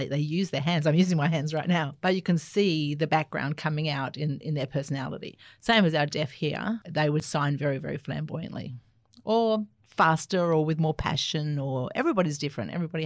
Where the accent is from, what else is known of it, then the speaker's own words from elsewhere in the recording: Australia; first language Auslan; English is a second language; So my first language is Auslan, and my mother had 7 children. And we all use sign language fluently. We learnt English sort of through our aunties and more so when we went to school.